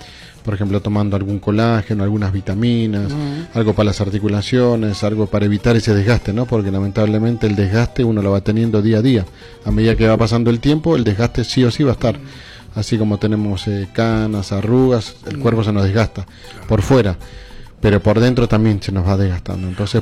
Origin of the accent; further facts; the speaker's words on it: La Paz, Bolivia; now in Santa Cruz, Bolivia; nosotros que somos de allá de La Paz